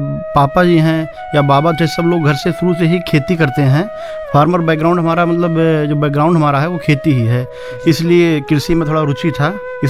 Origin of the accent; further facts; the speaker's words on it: Mankapur, Uttar Pradesh, India; ग्राम post Bhitaura Mankapur का रहने वाला हूँ।